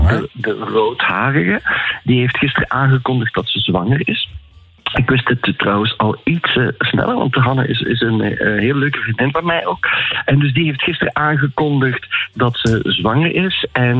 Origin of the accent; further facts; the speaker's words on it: Belgium; Ik ben als Belg ook een fan van jullie Nederlands.